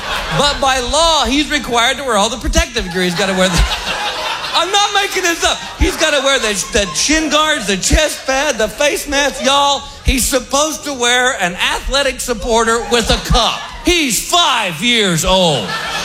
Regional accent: Texas, United States; I'm from Texas.

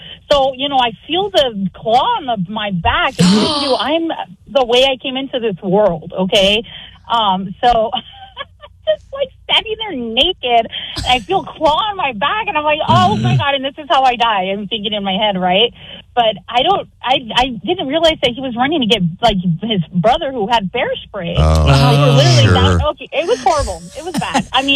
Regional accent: Arizona, United States; You're from California. And I'm from Arizona.

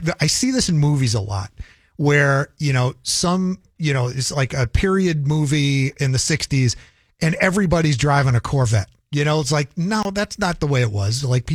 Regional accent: Wilmington, Massachusetts, United States; I grew up in Wilmington, Massachusetts.

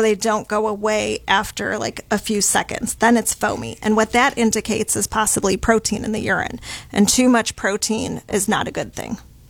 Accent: Detroit, Michigan, United States; moved away; I'm originally from Detroit.

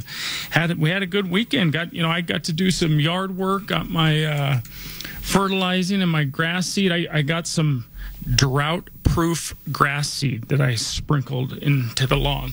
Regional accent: Denver, Colorado, United States; I was born and raised here in Denver, and I went to Cherry Creek High School. I grew up, I went to Holly Hills Elementary School, grew up close to, Hamden and I-25.

